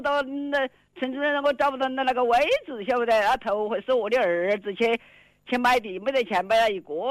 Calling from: Wuhan, Hubei, China; 我们是东西湖吧。

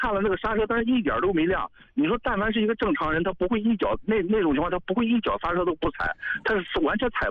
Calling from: Beijing, China; 我是在北京

